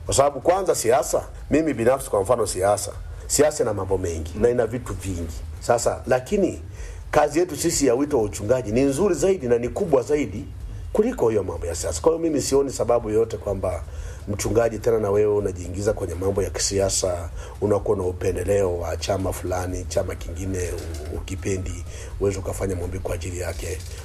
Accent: Tanzania; Nazungumza leo sisi ni Watanzania na Tanzania yetu ndio Mungu ametupatia.

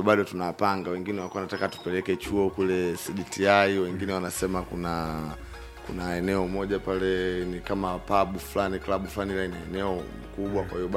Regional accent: Iringa, Tanzania; natokea Ipogoro kule chini.

